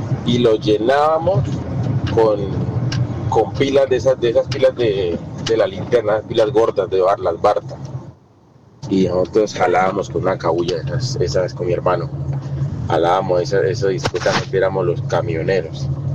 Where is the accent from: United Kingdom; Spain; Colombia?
Colombia; Llanos Orientales; Yo cuando estaba pequeño, mi mamá tenía una tienda en un pueblo, en el Llano, yo soy del Llano.